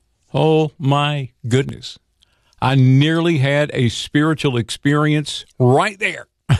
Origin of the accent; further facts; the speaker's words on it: the Piedmont, North Carolina, United States; My wife and I both grew up on it. We're both from the Piedmont in North Carolina